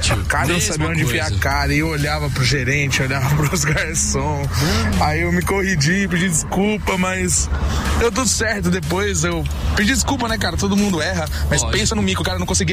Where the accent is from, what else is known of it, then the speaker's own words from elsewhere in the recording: Foz do Iguaçu, Paraná, Brazil; sou de Foz do Iguaçu, sou cantor.